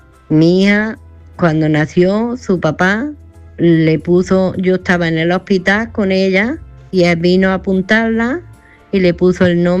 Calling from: Granada, Andalusia, Spain; de Granada.

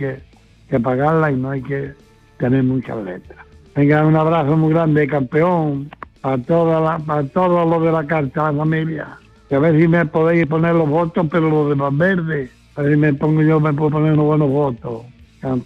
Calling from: Padul, Andalusia, Spain; de Padul.

